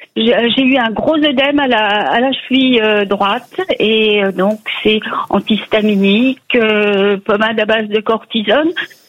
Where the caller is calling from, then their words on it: Île-de-France, France; j'habite en région parisienne, j'habite dans les Yvelines.